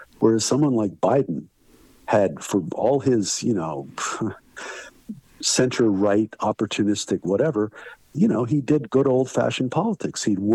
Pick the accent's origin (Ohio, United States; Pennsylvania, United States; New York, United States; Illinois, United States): New York, United States; I'm a New Yorker, basically.